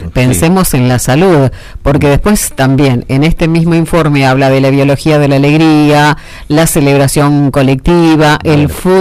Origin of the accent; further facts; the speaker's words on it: Argentina; pero vos sabés que el tema de ser tan pasionales como somos los argentinos, sobre todo cuando juega la selección